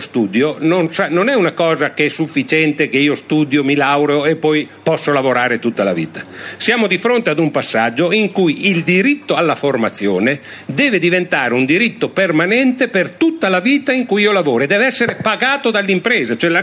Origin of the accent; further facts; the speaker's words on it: Reggio Emilia, Emilia-Romagna, Italy; io vengo da Reggio Emilia